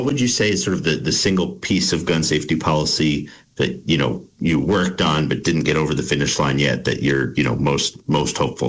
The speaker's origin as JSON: {"language": "English", "town": "Brattleboro", "region": "Vermont", "country": "United States", "tie": "born or raised there", "said": "where I grew up in Windham County"}